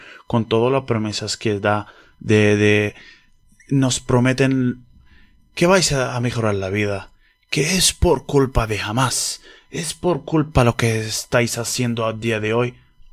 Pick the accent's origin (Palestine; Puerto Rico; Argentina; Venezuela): Palestine; Imagínate que yo he nacido como lo demás, palestino, normal, con mis derechos, con mi tierra, con mi casa, con lo que sea, ¿no?